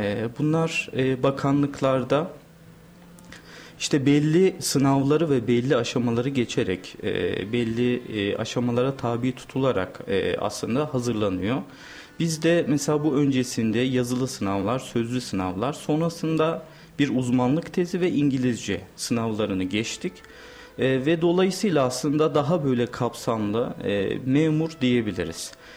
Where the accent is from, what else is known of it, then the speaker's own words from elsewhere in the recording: Karabük, Turkey; also born or lived in Çerkeş, Çankırı; Çankırı Çerkeşliyim, doğma büyüme Karabük.